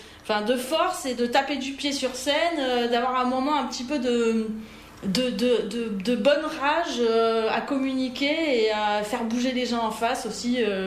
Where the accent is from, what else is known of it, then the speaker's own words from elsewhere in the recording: Nouvelle-Aquitaine, France; Et puis, par exemple, comme je viens du Pays Basque et que j'ai un peu grandi là-dedans, il y avait des choses qui étaient très revendications, très politiques, qu'on voyait.